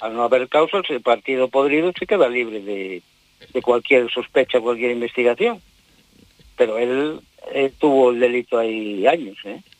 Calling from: Castile and León, Spain; Yo vivo en Castilla y León, en agosto me jubilo.

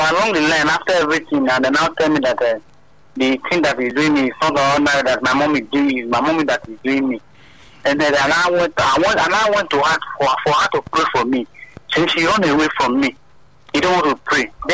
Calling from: Lagos, Nigeria; I'm calling from Lagos, Ikotu.

